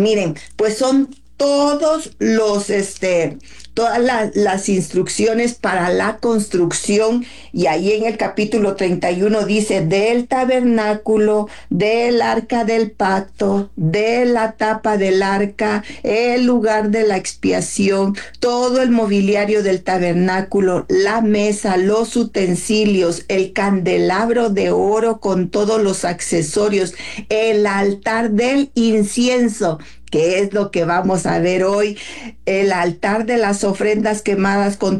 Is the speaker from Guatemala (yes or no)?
yes; Guatemala; now in Mexico; hablando como guatemalteca